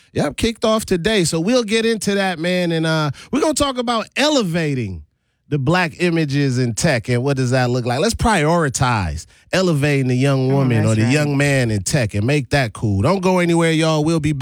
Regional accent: U.S. Virgin Islands; moved away; You know, I came from the Virgin Islands and went to John Burroughs in 98. Things was very different.

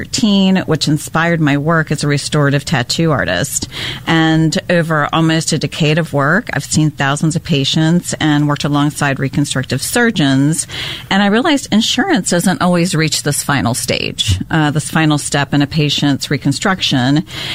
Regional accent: Charleston, United States; Yes, I'm from Charleston.

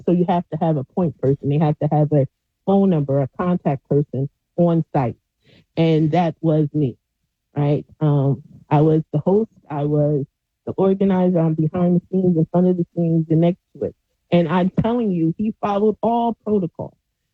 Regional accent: Asbury Park, New Jersey, United States; I'm from Asbury Park.

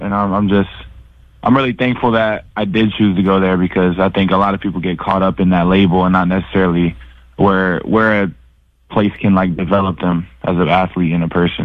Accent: Midwest, United States; moved away; I'm from the Midwest

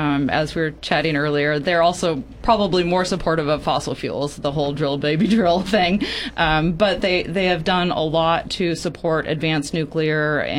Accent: Arizona, United States; I had been looking forward to feeling an earthquake. I came from Arizona

